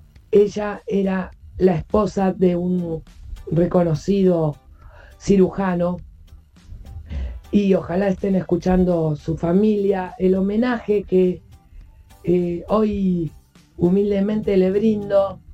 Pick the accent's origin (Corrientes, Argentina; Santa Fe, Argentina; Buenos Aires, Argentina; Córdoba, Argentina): Buenos Aires, Argentina; now in Lomas del Mirador, Argentina; cuando era chica nací, crecí y me eduqué en Floresta, en mi querido Floresta